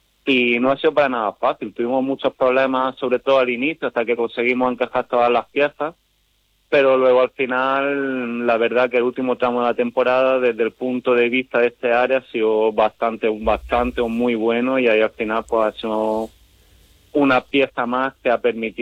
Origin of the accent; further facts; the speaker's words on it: El Ejido, Andalusia, Spain; Ver el equipo de mi ciudad, el equipo de mi tierra, donde también he tenido la suerte de trabajar